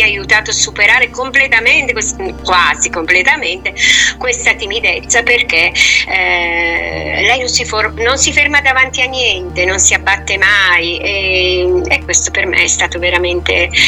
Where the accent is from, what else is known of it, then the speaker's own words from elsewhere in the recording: Milan, Lombardy, Italy; moved away as an adult; now in Province of Caserta, Italy; io sono di Milano, mi sono sposata con un uomo del sud della provincia di Caserta, mi sono trasferita qui, ho fatto appunto 3 figli con lui